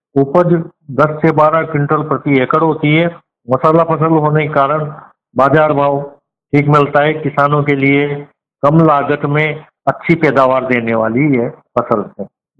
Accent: Gulkhedi, Rajasthan, India; गांव गुलखेड़ी, तहसील चिपावड़ो, जिला बारा का रहने वाला हूँ।

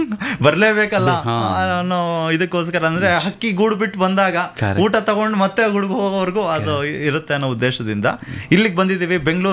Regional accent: K. M. Doddi, Karnataka, India; now in Bengaluru, India; ಅಲ್ಲಿ ನನ್ನ ಊರು, ನಮ್ಮ ತಂದೆ ಅವ್ರ ಊರು, ನಮ್ಮ ತಂದೆ ಹುಟ್ಟು ಬೆಳೆದಂತಹ ಊರು, ಅದು ನಮ್ಮ ಅಲ್ಲಿ ತವರು ಮನೆ ತರ, ಅದರಿಂದಾಗಿ ಹಳ್ಳಿ ನೇಚರ್.

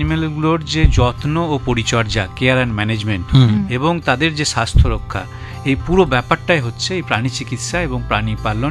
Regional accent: West Bengal, India; আমি আমাদের পশ্চিমবঙ্গের কথা বলি, আমাদের পশ্চিমবঙ্গ আমাদের রাজ্যে

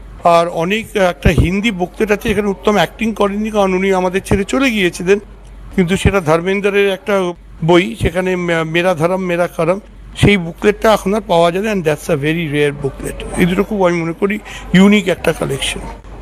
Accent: Kolkata, West Bengal, India; আমি আসলে 1962 সালে জন্মেছি, ভবানীপুরের ছেলে, যোগবাজারের ছেলে

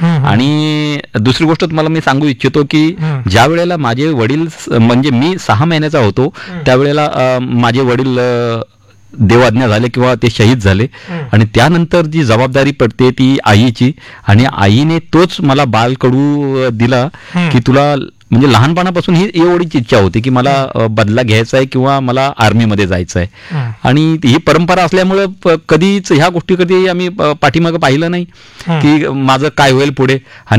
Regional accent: Shivtar, Maharashtra, India; कारण मी खेडेगावातला एक आहे, कोकणामध्ये खेड तालुका आणि शिवतर असं माझं गाव.

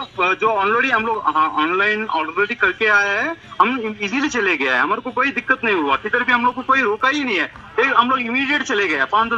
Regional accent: Hyderabad, Telangana, India; हम हैदराबाद से आए।

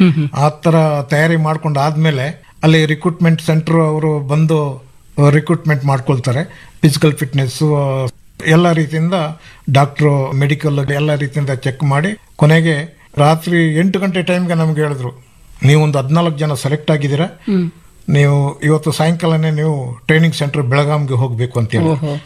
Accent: Ponnampet, Karnataka, India; moved away as an adult; ಕೊಡಗು ಜಿಲ್ಲೆ ಕಾವೇರಮ್ಮನ ಮಣ್ಣಿನಲ್ಲಿ ಹುಟ್ಟಿ ಬೆಳೆದವರು.

